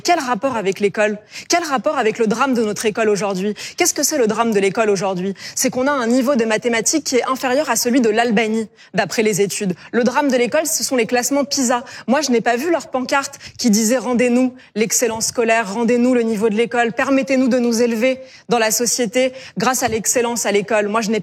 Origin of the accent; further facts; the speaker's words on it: Île-de-France, France; moi j'ai grandi en Seine-Saint-Denis